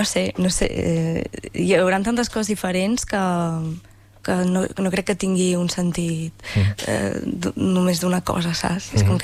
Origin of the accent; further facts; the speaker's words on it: Sant Pere de Ribes, Catalonia, Spain; que el ser de Ribes, i pues, jo sempre he pensat que m'agradaria començar per la meva comarca, que em coneixin primer aquí